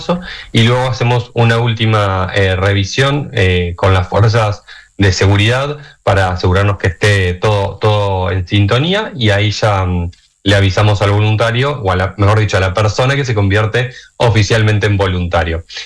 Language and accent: Spanish; Mar del Plata, Buenos Aires Province, Argentina; En mi caso, por ejemplo, yo soy de Mar del Plata.